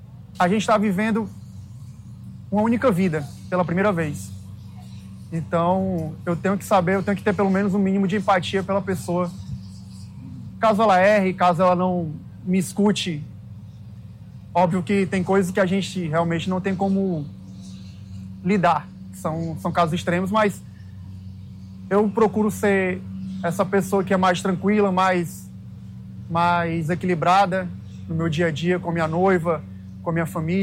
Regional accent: Cascavel, Ceará, Brazil; moved away as an adult; é um homem hoje, né, de Cascavel, Ceará, onde todo mundo sabe da minha vida lá na minha cidade, todo mundo sabe o que é que eu fiz lá, acho que dos meus primeiro ano até os 20, na pracinha do Maninho

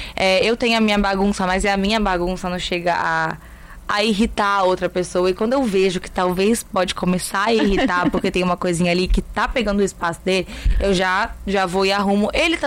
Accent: Rio de Janeiro, Brazil; accent: carioca; Eu perdi muito sotaque carioca morando em São Paulo, porque eu só convivia com amigas muito paulistas. E agora eu perdi o meu carioca paulista pra o cearense que eu convivo com o Felipe

